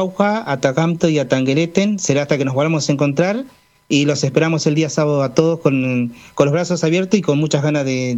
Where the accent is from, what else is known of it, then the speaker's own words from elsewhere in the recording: Argentina; nosotros como argentinos